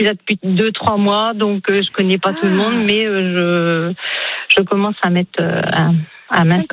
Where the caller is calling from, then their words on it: May-en-Multien, Île-de-France, France; J'habite à Mets-en-Mulcien.